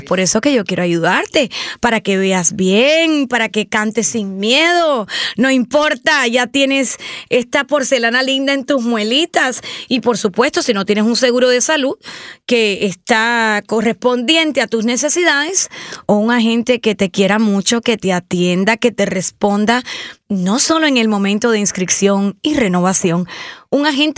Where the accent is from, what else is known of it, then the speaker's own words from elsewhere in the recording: Cuba; moved away; Yo me crié en Cubita la Bella.